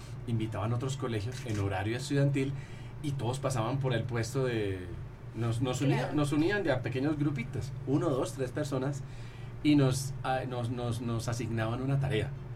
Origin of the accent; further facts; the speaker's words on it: Colombia; moved away as an adult; now in Mexico; cuando yo estaba en Colombia, en mi colegio, en mi pueblo.